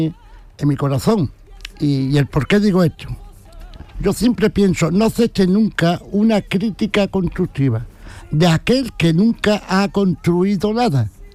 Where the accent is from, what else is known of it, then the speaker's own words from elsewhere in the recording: Jerez de la Frontera, Andalusia, Spain; Yo sé lo que digo y lo que no digo, y soy de Jerez, ¿no?